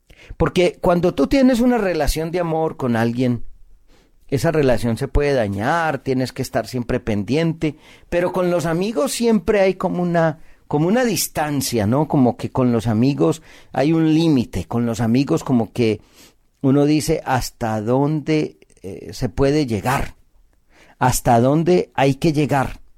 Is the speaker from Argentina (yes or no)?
no; Colombia; en mi país, Colombia